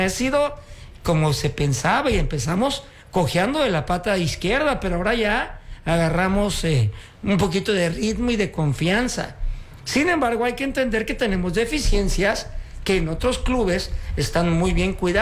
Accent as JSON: {"language": "Spanish", "country": "Mexico", "said": "así somos los pesativo, mexicanos"}